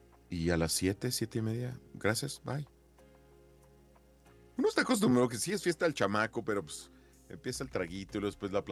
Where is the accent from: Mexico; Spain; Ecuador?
Mexico; Mi México, nuestro México amado